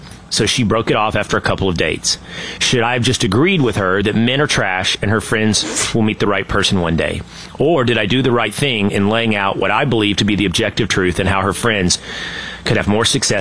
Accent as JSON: {"language": "English", "town": "Sherman", "region": "Texas", "country": "United States", "tie": "born or raised there"}